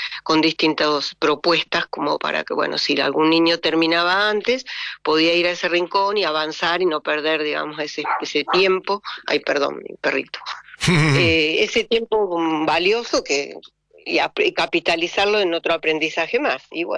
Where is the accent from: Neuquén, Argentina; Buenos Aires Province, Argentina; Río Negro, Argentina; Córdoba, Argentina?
Río Negro, Argentina; Bariloche; born there; Yo soy nacida, toda mi familia es de la provincia de Río Negro. Sí, he tenido abuelos en Viedma, pero nací en Bariloche y me desarrollé como docente en lo que le llamamos la línea sur rionegrina